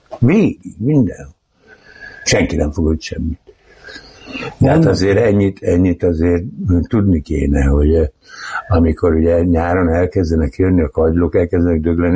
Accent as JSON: {"language": "Hungarian", "town": "Tatabánya", "region": "Komárom-Esztergom", "country": "Hungary", "tie": "born there"}